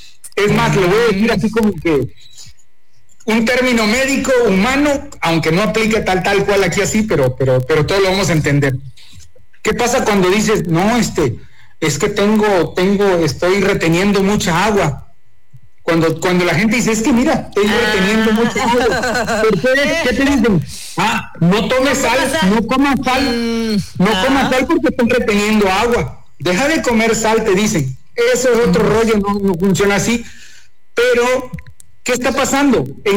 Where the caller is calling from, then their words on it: Jalapa, Tabasco, Mexico; Pues lo ves un jalapaneco. Quiero mucho mi tierra.